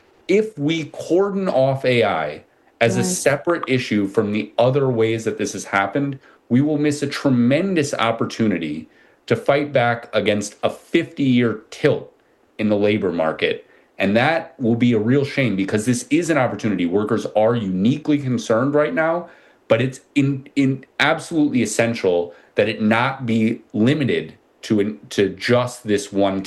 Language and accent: English; Minnesota, United States; Well, so I'll shout out my home state of Minnesota again, because we just banned prediction markets in the state.